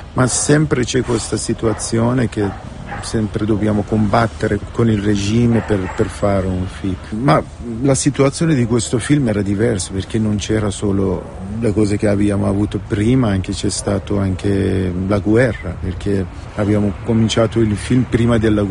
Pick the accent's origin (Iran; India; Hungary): Iran